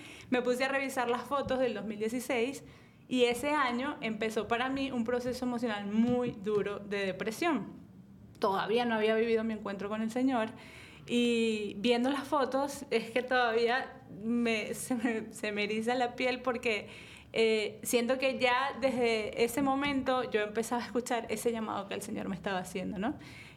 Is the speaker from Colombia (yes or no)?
no; Venezuela; now in Miami, United States; yo tengo 11 años viviendo acá en Miami, soy venezolana